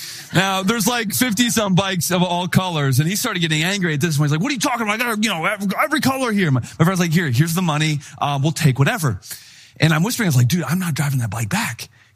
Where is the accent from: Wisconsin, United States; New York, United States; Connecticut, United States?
Wisconsin, United States; now in Chicago, United States; He and I, we grew up in Wisconsin, and now we were in Chicago.